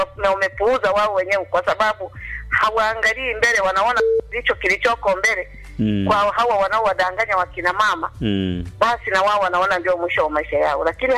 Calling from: Manyamanyama, Mara, Tanzania; natoka Manyamanyama.

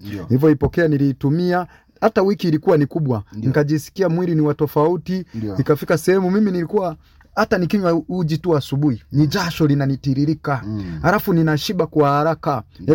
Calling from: Iringa, Tanzania; natoka hapa Iringa Ipogoro.

